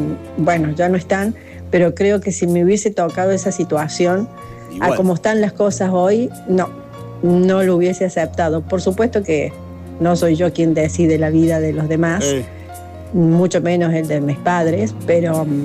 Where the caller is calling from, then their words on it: Alberdi, Argentina; de Alberdi.